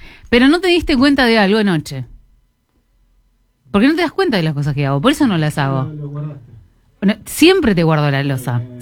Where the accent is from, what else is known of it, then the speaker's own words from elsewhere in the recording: Montevideo, Uruguay; yo soy montevideana, pero toda la familia de mi mamá es de Florida.